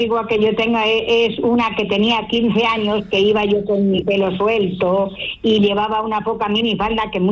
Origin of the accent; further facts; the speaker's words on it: Pedro Muñoz, Castilla-La Mancha, Spain; born there; aquí en Pedro Muñoz veníamos caminando por la carretera.